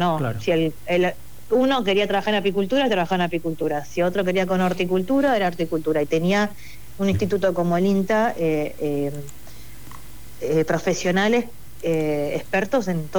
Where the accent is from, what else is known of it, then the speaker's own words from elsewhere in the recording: Buenos Aires, Argentina; accent: Buenos Aires; yo tengo acento de Buenos Aires, ¿no? Yo soy porteña.